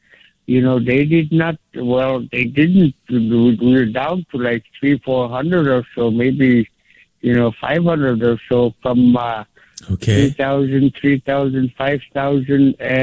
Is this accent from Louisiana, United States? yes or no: no; New Stuyahok, Alaska, United States; I am from New Stuyuhok. A way to go down river is what it means in English.